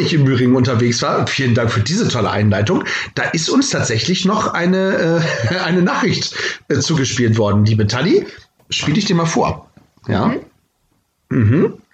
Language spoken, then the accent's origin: German; Osnabrück, Lower Saxony, Germany; now in Hannover, Germany; Also Heimat ja. Stadt Hannover und Heimat Stadt Osnabrück.